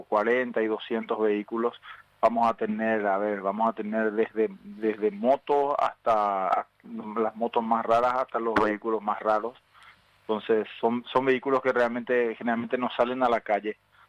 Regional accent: Paraguay; como paraguayos nosotros orgullosos

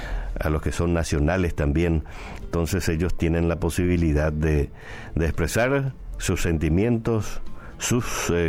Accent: Paraguay; Todos somos paraguayos

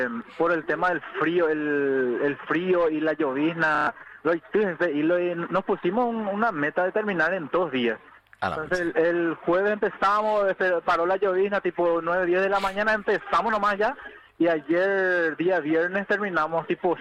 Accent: Ypané, Central, Paraguay; yo represento a la ciudad de Ipané.

